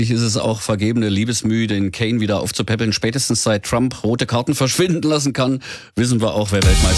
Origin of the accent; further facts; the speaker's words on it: Saxony, Germany; Bei uns in Sachsen gibt's für sowas Krügerol.